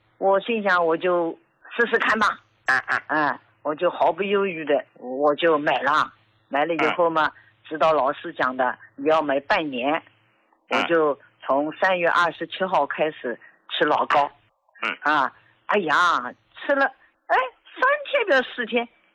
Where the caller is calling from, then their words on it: Jiangsu, China; 我是江苏的。